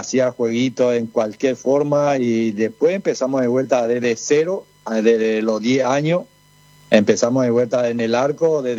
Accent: Paraguay; moved away as an adult; now in María Susana, Argentina; Y la raíz paraguaya somos todas, o sea, soy paraguayo, mi señora también es paraguaya.

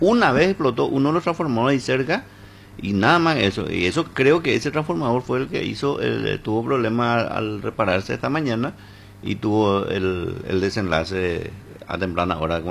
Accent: Presidente Franco, Alto Paraná, Paraguay; En mi terruño, en Franco

